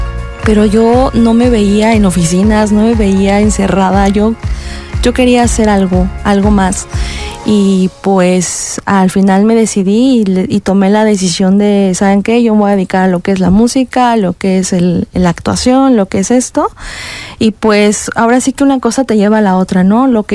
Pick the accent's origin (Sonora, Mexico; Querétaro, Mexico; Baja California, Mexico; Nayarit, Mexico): Querétaro, Mexico; Corregidora; Soy de aquí de Querétaro, soy queretana, 100% queretana. Soy del municipio de Corregidora.